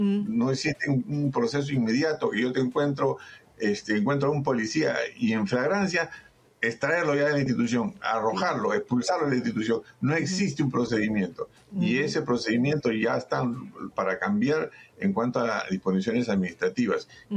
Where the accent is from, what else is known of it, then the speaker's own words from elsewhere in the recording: Peru; y los pagando somos todos los peruanos, ¿no?